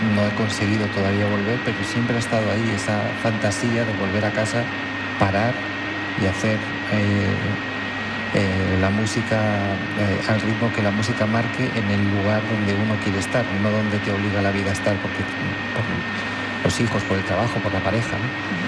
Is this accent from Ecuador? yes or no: no; Cantabria, Spain; Como cántabro, para mí mañana ya es invierno